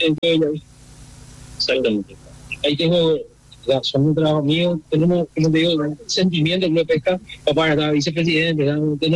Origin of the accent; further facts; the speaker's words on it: Bellavista, Itapúa, Paraguay; now in Encarnación, Paraguay; Yo soy de Bellavista.